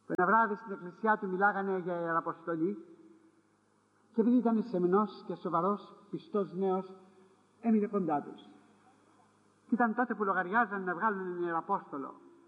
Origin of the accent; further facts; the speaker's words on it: Corfu, Ionian Islands, Greece; Στην πατρίδα μου την Κέρκυρα πουλάνε το πορτοκάλι όταν ακόμα οι πορτοκαλιές ανθοφορούνε.